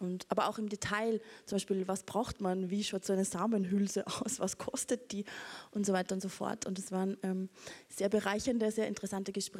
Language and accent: German; Austria; Wir haben da ein bisschen einen Kulturclash, weil sie ist norddeutsch, ich bin aus Österreich.